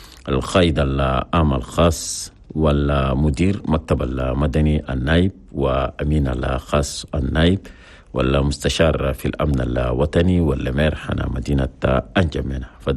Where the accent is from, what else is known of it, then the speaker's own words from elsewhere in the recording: Chad; اللاجئين السودانيين في بلدنا تشاد.